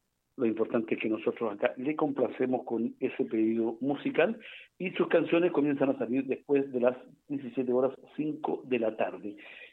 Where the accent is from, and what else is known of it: Chile